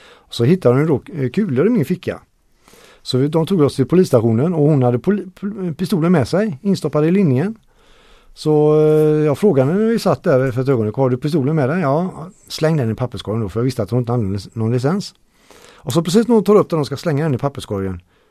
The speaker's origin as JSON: {"language": "Swedish", "town": "Gothenburg", "region": "Västra Götaland County", "country": "Sweden", "tie": "born or raised there", "said": "Jag har ju ett utländskt namn … men jag har alltid känt mig som äkta göteborgare."}